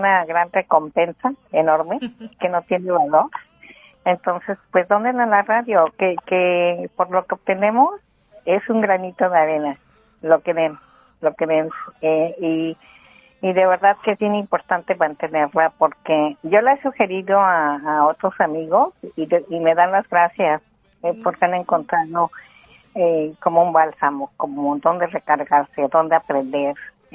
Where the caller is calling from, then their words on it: Sacramento, California, United States; De aquí de Sacramento.